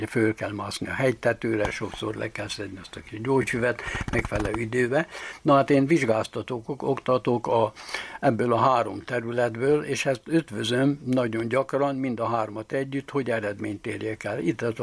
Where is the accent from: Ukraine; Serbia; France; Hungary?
Hungary; Baranya; ott a mecsek lankáin hamar megismertük gyerekkorunkba.